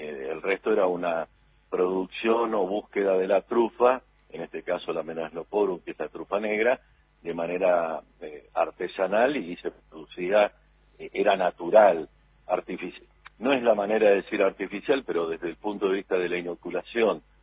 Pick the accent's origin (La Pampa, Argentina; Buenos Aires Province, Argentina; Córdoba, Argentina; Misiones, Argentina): Buenos Aires Province, Argentina; Martínez de Hoz; yo de un pueblito de Martínez de Os, a 20 kilómetros de distancia, sí, en el partido de Lincoln, ¿no?